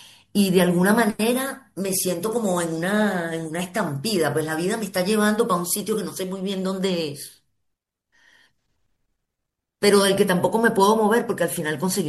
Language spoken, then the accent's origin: Spanish; Venezuela; moved away as an adult; now in France; es muy duro sentir que no soy de aquí ni de allá. Ya sentí cuando fui a Venezuela